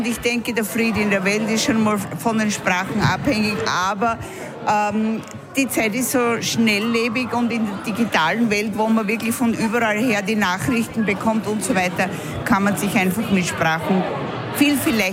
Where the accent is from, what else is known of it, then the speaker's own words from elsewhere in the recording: England, United Kingdom; German is a second language; als Engländerin habe ich leider nur die Nase hineingehalten bei Fish and Chips